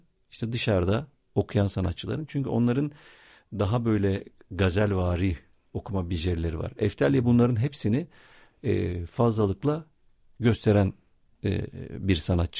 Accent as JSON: {"language": "Turkish", "town": "Siirt", "region": "Siirt Province", "country": "Turkey", "said": "Bir Siirtli olarak Soydan'ı da anayım."}